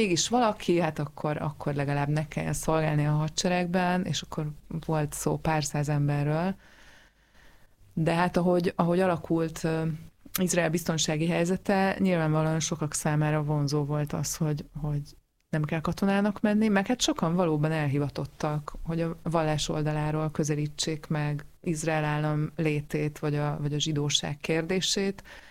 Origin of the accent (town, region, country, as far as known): Hungary